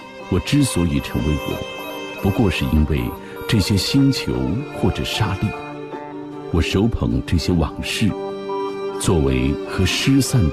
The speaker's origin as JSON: {"language": "Chinese", "region": "Xinjiang", "country": "China", "tie": "born or raised there", "said": "你看我一个新疆人在那成长，我都没有去过于田"}